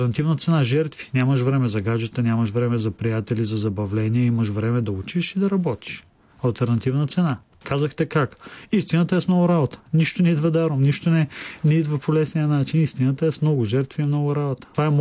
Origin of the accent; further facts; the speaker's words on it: Smolyan, Smolyan Province, Bulgaria; аз съм израснал в малко градче, Смолен. Аз съм от Смолен, от Родопите. Там всички се познават.